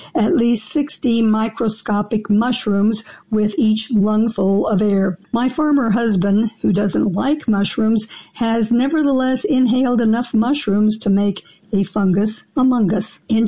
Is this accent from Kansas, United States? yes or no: yes; Kansas, United States; from Yucca Corners Farm in Stanton County, Kansas.